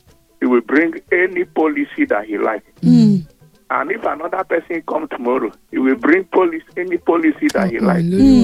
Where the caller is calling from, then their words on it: Ikorodu, Lagos, Nigeria; I'm from Ikorodu.